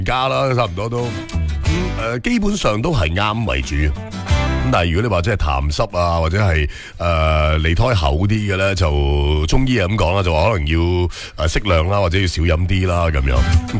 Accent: Guangdong, China; 我哋广东人

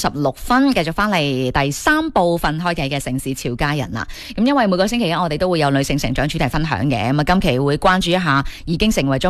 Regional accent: Guangdong, China

